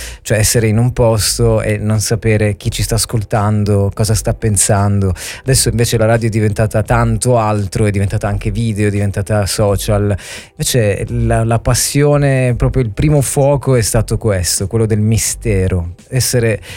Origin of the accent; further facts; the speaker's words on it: Altamura, Apulia, Italy; moved away; Sono di Altamura, provincia di Bari. Facevo l'università lì, ho fatto l'università giù. Cioè, io non sono quel pugliese che dice... sono pugliese perché ho il nonno